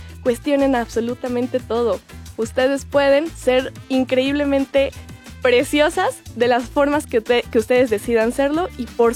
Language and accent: Spanish; Mexico; como buenas mexicanas, y no solo mexicanas, sino latinoamericanas